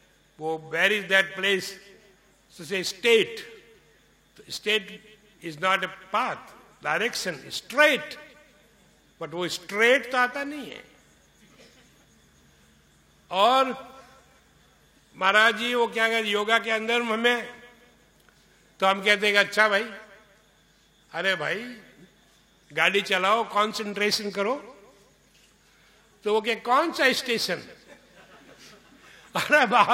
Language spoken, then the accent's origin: Hindi; Rajasthan, India; first language Marwari; मारवाड़ी राजस्थानी बोल गया, हमारी मातृभाषा है